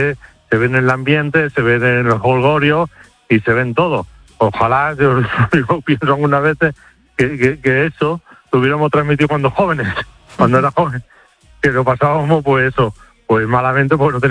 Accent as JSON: {"language": "Spanish", "country": "Spain", "said": "Bueno, como español, pues sientes sientes alegría y sientes emoción y todo eso."}